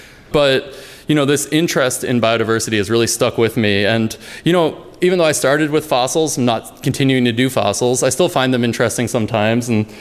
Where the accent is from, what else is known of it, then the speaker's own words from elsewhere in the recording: East Coast, United States; I grew up and my dad and aunt and uncle were really into fossil hunting. I grew up on the East Coast.